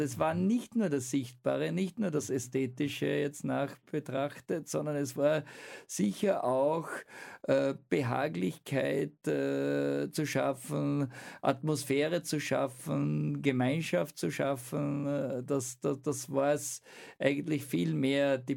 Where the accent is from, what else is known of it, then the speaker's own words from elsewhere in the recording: Austria; Aufgewachsen in Lindorpfelden, klassische Handwerkerfamilie.